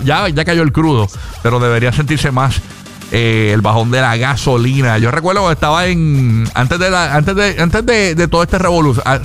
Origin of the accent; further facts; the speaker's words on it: San Juan, Puerto Rico; born there; also born or lived in Fajardo / Carolina; O sea, me siento de Fajardo. Pero yo nací en San Juan, realmente.